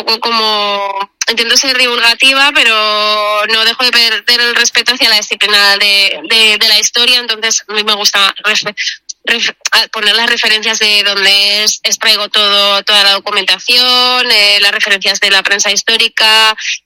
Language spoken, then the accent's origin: Spanish; Madrid, Community of Madrid, Spain; A mí, yo soy de Madrid, entonces, bueno, pues tengo ese como interés especial en mi ciudad